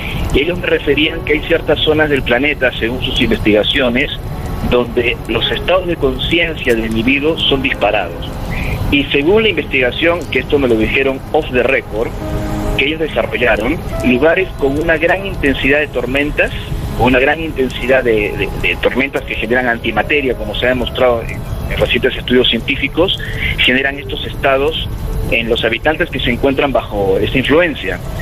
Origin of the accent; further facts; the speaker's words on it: Peru; now in Argentina; fundar coordinaciones de este comité, tanto en Argentina como en mi país de origen, en el Perú